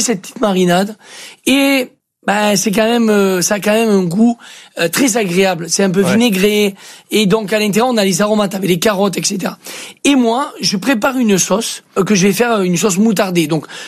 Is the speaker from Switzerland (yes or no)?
yes; Switzerland; moi, vous savez, moi je suis suisse.